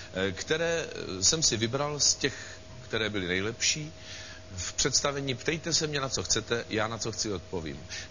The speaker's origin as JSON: {"language": "Czech", "town": "Třebíč", "region": "Vysočina Region", "country": "Czechia", "tie": "born there", "said": "Já jsem se narodil v Třebíči, nedaleko Brna, v takovém malém mě"}